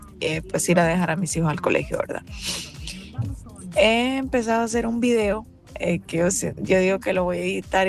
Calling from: La Libertad, El Salvador; Yo vivo en Merliot.

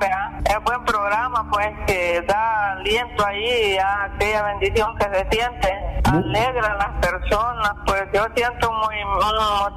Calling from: La Paz, El Salvador; De aquí le hablo, del cantón de la Chotal, San Pedro, más agua en la paz.

